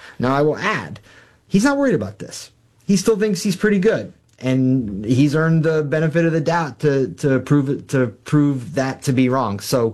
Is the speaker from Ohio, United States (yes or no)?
yes; Cleveland, Ohio, United States; I've known Rich for a long time. We're both from the Cleveland area.